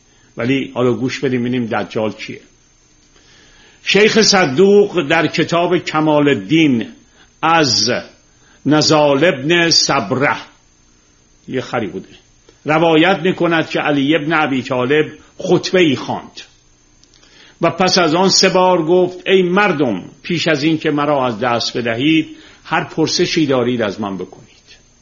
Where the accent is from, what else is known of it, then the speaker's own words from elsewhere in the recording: Tehran, Tehran Province, Iran; چون ما تو گل و شل بزرگ شدیم، من روزی که خیابون کوچه های تهران رو تیر میذاشتن که سیم برق بکشن یادمه.